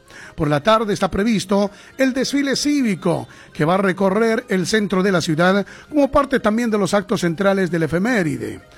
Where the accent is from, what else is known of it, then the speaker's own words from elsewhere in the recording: Bolivia; todos unidos como hermanos bolivianos